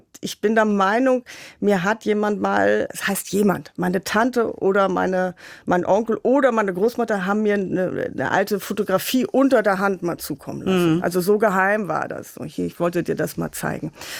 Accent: Hamburg, Germany; Hier an der Kellinghusenstraße. Ich bin aus Hamburg.

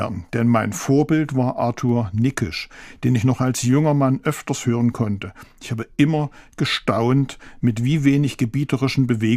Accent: Leipzig, Saxony, Germany; Und dann geht's interessant für mich zumindest als Leipziger weiter.

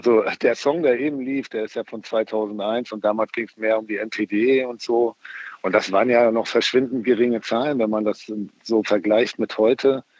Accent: East Germany, Germany; Ich komme ja auch aus der DDR und ich komme auch nicht auf die Idee, so eine Partei zu wählen.

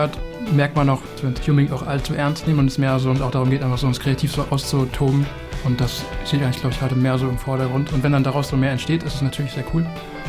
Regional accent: Neuss, North Rhine-Westphalia, Germany; moved away as an adult; now in Dresden, Germany; Also ich komme aus Neuss.

